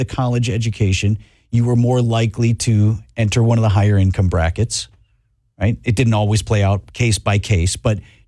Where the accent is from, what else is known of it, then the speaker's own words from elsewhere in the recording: Wauwatosa, Wisconsin, United States; my hometown of Wauwatosa.